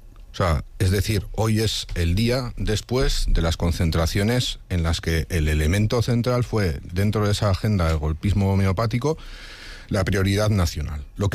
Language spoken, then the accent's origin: Spanish; Basque Country, Spain; como independentista vasco no me vincula